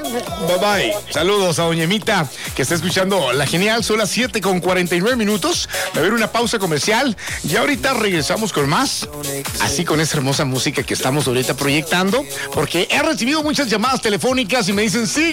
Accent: Navojoa, Sonora, Mexico; now in Nogales, Mexico; cuando yo estaba en mi tierra, estaba el clima a 35, 40 grados, allá en mi tierra, Navojoa, Sonora

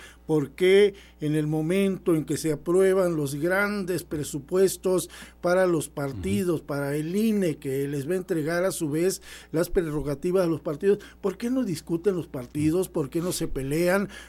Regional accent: Mexico; para dividirnos más como mexicanos

